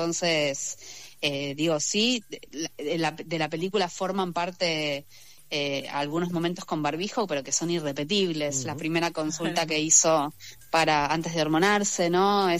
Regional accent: Buenos Aires, Argentina; yo soy de Flores y soy bastante cerca

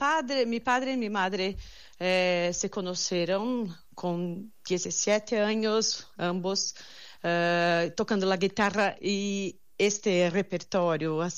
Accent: Brazil; Spanish is a second language; somos cinco cantantes de Brasil que actuamos mucho por todo el territorio

